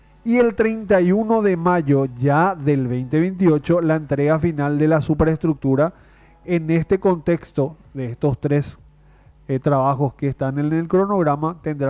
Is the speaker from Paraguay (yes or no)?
yes; Paraguay; para poder representarnos como paraguayos en lo más alto del podio